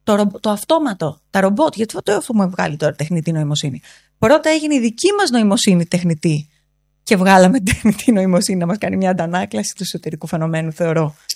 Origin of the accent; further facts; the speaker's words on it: Greece; εμείς τώρα ως Έλληνες εδώ